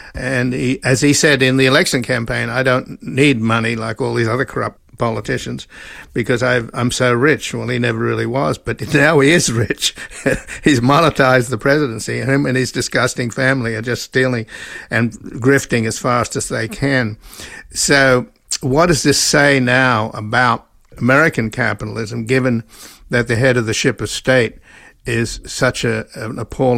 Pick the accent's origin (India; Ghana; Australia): Australia; now in United States; I come from Australia